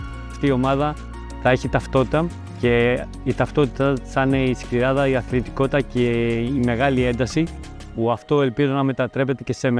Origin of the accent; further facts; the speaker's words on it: Greece; εγώ ως Έλληνας προπονητής